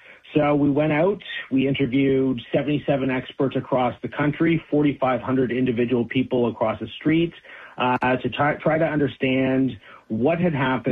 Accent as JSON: {"language": "English", "country": "Canada", "said": "as a Canadian"}